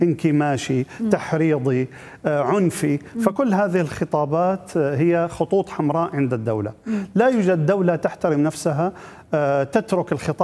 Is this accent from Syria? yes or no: yes; Syria; عندنا في سوريا كما صرح السيد الرئيس أكثر من مرة